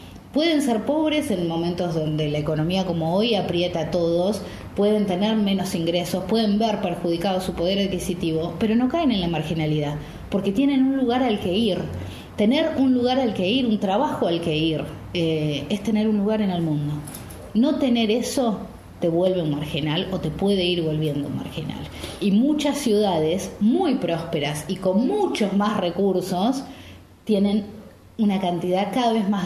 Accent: Argentina; also born or lived in Chubut; amo todo mi país. Soy profundamente patriota. Estoy enamorada de la Argentina desde los 4 años.

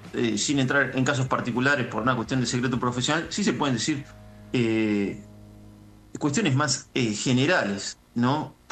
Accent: Buenos Aires, Argentina; yo, bueno, vengo de Buenos Aires y cuando llegué acá al Valle, escuché esto de subir y bajar.

